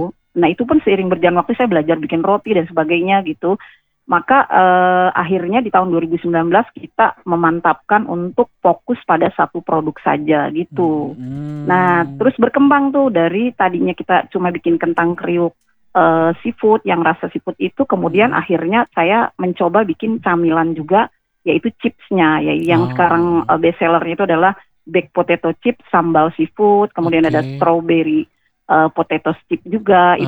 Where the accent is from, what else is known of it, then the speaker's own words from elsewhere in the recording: Jakarta, Indonesia; Kalau saya di Jembatan 5